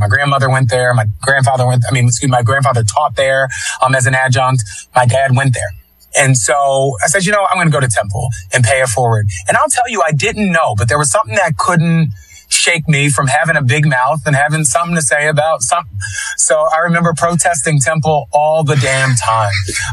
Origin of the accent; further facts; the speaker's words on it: Philadelphia, Pennsylvania, United States; but spent a lot of time growing up in Kensington. And if anybody knows Kensington and Somerset, that's right, the heart of the heroin epidemic